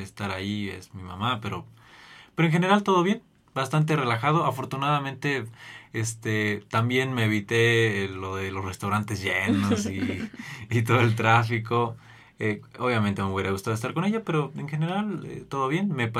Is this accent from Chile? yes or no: no; Puebla, Mexico; Yo soy del estado de Puebla.